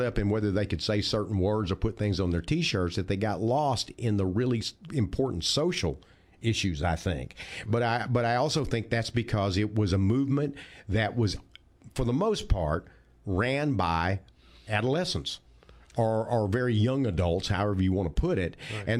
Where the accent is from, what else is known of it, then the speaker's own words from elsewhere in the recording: Texas, United States; I came from East Texas. I came from blue collar.